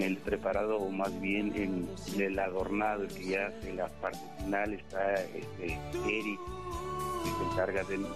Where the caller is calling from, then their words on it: Nezahualcóyotl, State of Mexico, Mexico; Aquí estamos en la parte norte, en la zona norte de Ciudad Neza, en un taller de calzado.